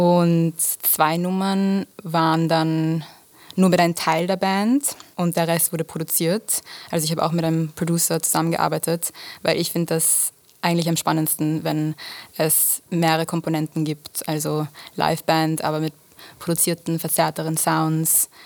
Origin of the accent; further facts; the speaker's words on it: Vienna, Austria; ich bin in Wien aufgewachsen. Ich bin halb Italienerin, halb Australierin, aber eigentlich Wienerin im Herzen. Also meine Eltern sind hergezogen für Musik